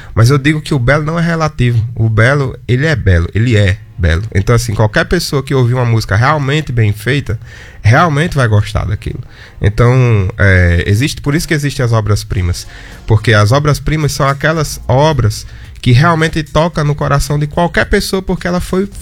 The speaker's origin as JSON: {"language": "Portuguese", "town": "Grossos", "region": "Rio Grande do Norte", "country": "Brazil", "said": "Sou de Grossos."}